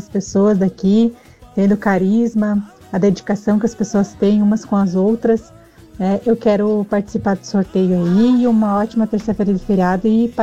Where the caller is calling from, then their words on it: Chapecó, Santa Catarina, Brazil; sou aqui do Bairro Paraíso.